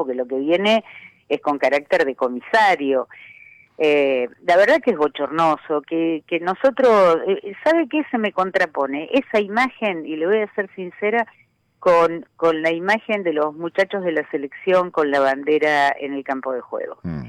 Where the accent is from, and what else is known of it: Argentina